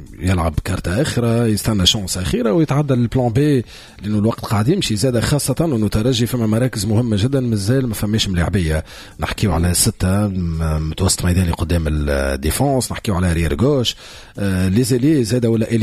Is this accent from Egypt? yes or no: no; Tunisia; المواهب البرشا اللي عندنا في تونس